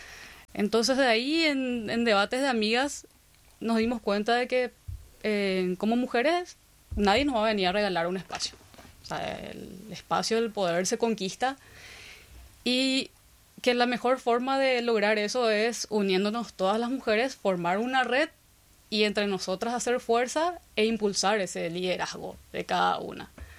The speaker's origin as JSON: {"language": "Spanish", "town": "Luque", "region": "Central", "country": "Paraguay", "tie": "born or raised there", "said": "Yo soy de Luque, soy de la ciudad de Luque."}